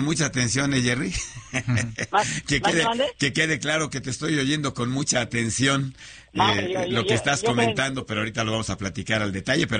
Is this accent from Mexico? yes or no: yes; Mexico; Yo soy mexicano, amo a mi país